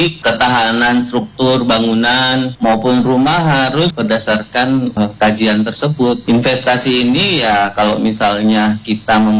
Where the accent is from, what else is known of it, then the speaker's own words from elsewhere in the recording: Gorontalo, Indonesia; Jadi memang daerah saya, khususnya di Indonesia, khususnya di Gorontalo itu memang punya karakteristik tektonik yang memiliki zona megatras juga.